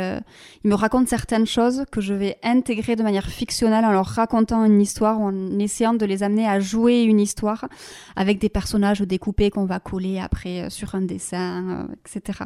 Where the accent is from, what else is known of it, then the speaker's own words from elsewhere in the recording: Bayonne, Nouvelle-Aquitaine, France; first language Basque and French; also born or lived in Anglet; il est Euskaldun Berri, et ma mère est d'à côté de Saint-Jean-Pied-de-Port. Et après, moi j'ai grandi sur la côte, à Bayonne et Anglette, et après j'ai été à Likastola aussi. Voilà. Par contre, je ne parle plus le basque de ma mère, qui est le manège